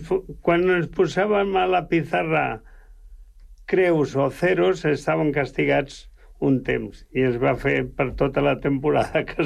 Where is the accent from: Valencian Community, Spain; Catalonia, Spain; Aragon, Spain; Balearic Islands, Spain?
Aragon, Spain; Oliete; moved away; also born or lived in Zaragoza; jo vaig néixer a Saragossa perquè la meva mare va tindre en allà, però nosaltres vivíem en Oliete, que vol dir Tierra d'Olivos.